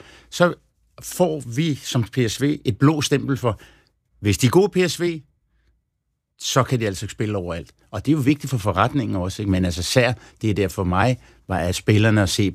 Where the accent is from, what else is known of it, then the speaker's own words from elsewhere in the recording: Copenhagen, Capital Region of Denmark, Denmark; Fordi det er der, hvor jeg kommer fra.